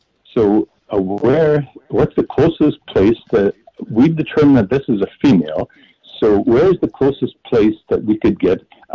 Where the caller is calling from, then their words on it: Winnipeg, Manitoba, Canada; Actually, we live in East Kelowna in Winnipeg.